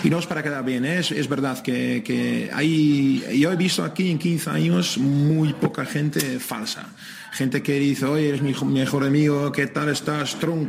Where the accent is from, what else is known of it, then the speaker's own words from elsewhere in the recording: North Holland, Netherlands; moved away as an adult; now in San Sebastián, Spain; como soy de cerca de Ámsterdam, yo soy del Ajax de ahí